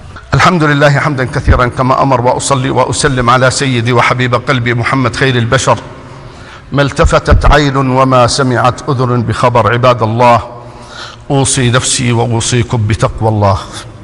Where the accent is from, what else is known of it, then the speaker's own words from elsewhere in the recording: Jordan; احفظ بلدنا الأردن